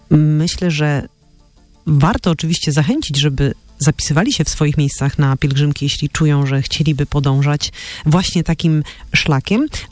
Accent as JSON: {"language": "Polish", "town": "Częstochowa", "region": "Silesian Voivodeship", "country": "Poland", "said": "Ja rozumiem, ja też jestem częstochowianką, więc pozdrawiam wszystkich częstochowian, tak?"}